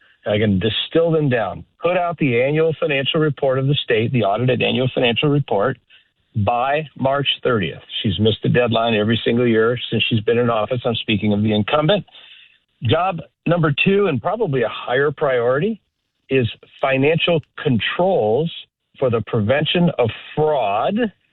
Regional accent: California, United States; I am a Californian, almost lifelong. I had my first birthday here on Route 66 in 1967. Grew up in Southern California.

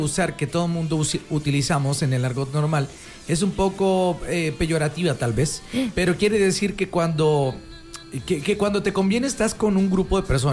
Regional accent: Mexico; yo como mexicano me siento feliz y contento

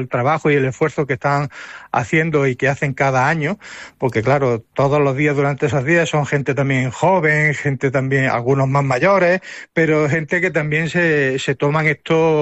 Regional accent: Archidona, Andalusia, Spain; a la gente de Archidona, a nosotros, a los vecinos, pues cuando, sobre todo cuando hemos vivido fuera

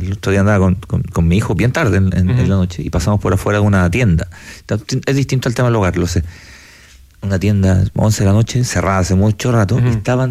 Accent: Chile

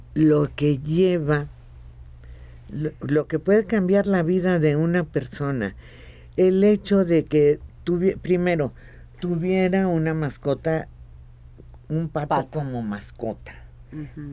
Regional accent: Mexico; Es que habla de cómo somos los mexicanos.

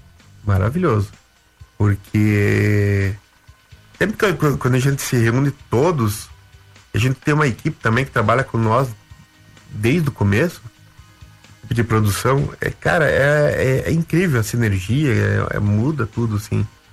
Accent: Rio Grande do Sul, Brazil; now in Curitiba, Brazil; eu falava muito bah, tchê, né? Falei, bah, cara, não vai dar. Só não vai, né? Eu sou gaúcho, vou perder a identidade. Meio bairrista ainda, né? Tu vê, depois virei bairrista curitibano. Eu sou curitibano.

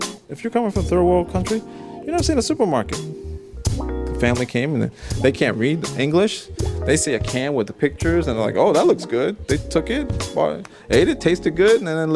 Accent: Maryland, United States; Because I grew up in Maryland.

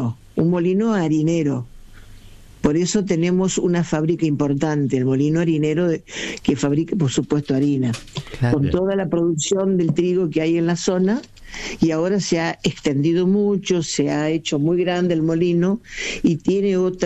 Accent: Matilde, Santa Fe, Argentina; Estación Matilde, donde yo vivo

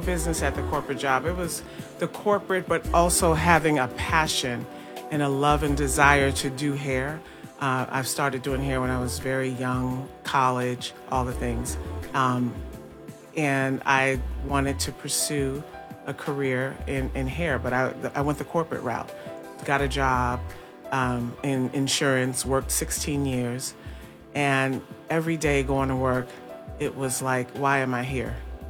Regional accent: Chicago, Illinois, United States; moved away as an adult; also born or lived in New York; now in Atlanta, United States; I've been in Atlanta 31 years by way of Chicago. So I was raised in Chicago. Then I moved to Atlanta in 1995.

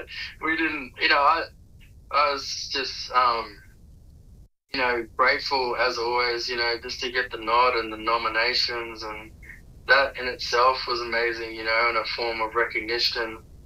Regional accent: Katherine, Northern Territory, Australia; I have to say, growing up in Katherine, it was really just like one of my best mates that I grew up with, Liam Munker. He came to Katherine when we were in primary school.

